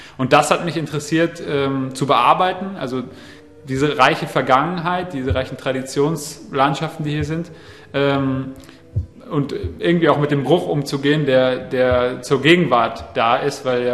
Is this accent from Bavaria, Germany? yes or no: no; Marburg, Hesse, Germany; now in Halle, Germany; Ursprünglich komme ich aus Marburg in Hessen und bin eben nach Halle gekommen, um dort Kunst zu studieren.